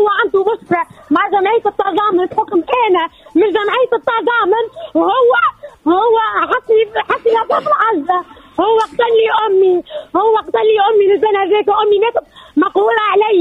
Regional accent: Tunisia; moved away as an adult; now in Germany; خاطرني نكره بلادي

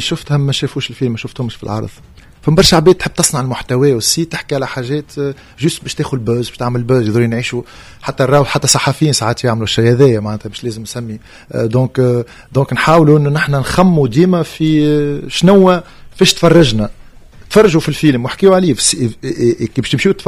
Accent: Tunisia

